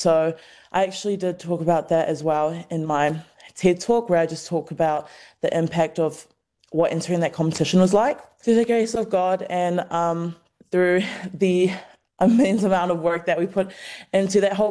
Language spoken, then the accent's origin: English; Taiwan; Growing up in Taiwan, I actually learned about climate change first in Taiwan and being the only brown person in the room, specifically a Pacific Islander